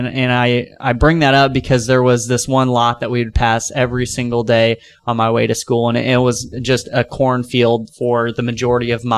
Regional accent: Posey County, Indiana, United States; born and raised in Posey County, graduated from North Posey High School in 2012.

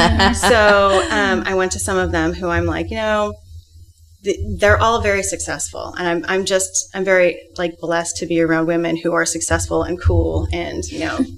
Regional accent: Philippines; And, you know, and I'm not, I'm Filipino, so mm-hmm.

